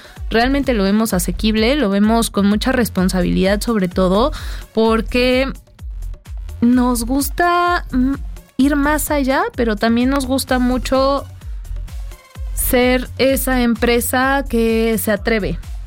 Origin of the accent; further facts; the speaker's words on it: Mexico; todos los empleados que estamos ahí somos mexicanos